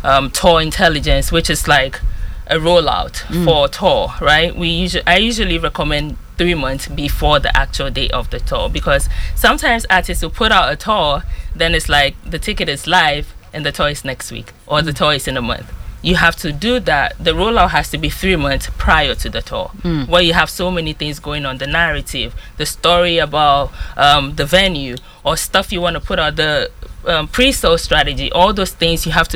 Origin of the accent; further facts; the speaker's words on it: Ghana; Yes, I'm from Ghana.